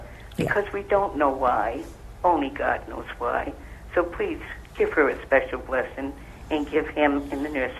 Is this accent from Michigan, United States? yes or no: no; Rhode Island, United States; I'm from Rhode Island.